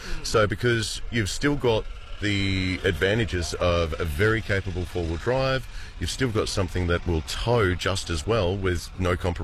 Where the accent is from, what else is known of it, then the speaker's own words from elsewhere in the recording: Tamworth, New South Wales, Australia; being born and bred in Tamworth and working specifically at Tamworth GWM at JT Fossey